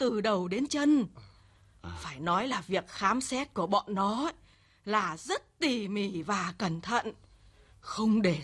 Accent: Northern Vietnam, Vietnam; now in Southern Vietnam; Chúng tôi là dân Bắc, sống ở trong Nam, nhưng bao giờ cũng hướng về quê hương, về cội nguồn.

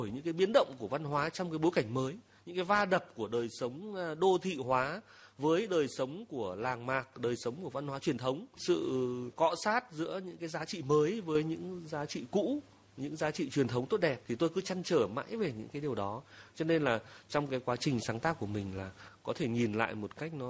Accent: Hà Đông, Hanoi, Vietnam; Thế cho nên là mình lớn lên ở Hà Đông, trong khi quê ngoại và quê nội của mình là làng và là phố thì đều gần ở đó.

